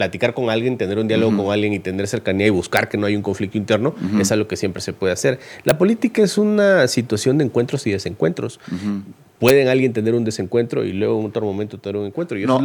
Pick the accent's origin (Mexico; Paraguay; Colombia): Mexico; Minatitlán, Veracruz; moved away; La mejor comida del mundo está ahí en mi pueblo, Minatitlán.